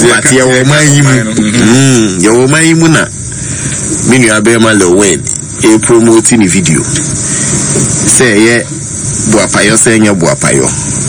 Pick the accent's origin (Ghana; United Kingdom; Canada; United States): Ghana; I blame as Ghanaian